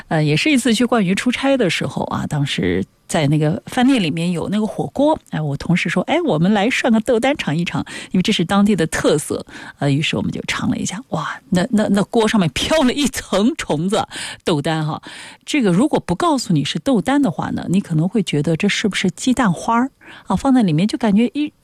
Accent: Jiangsu, China

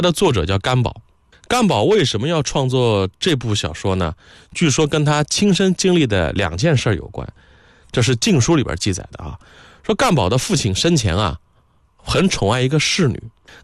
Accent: China; 我们中国人

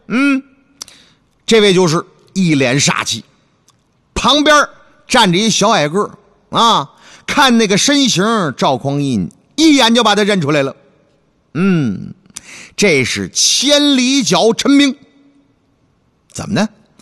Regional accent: Northeast China, China; 我们东北话叫善说

